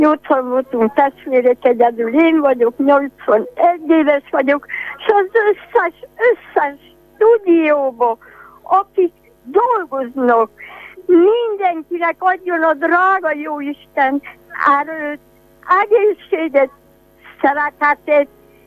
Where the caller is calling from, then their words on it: Ozun, Covasna, Romania; Uzomból vagyok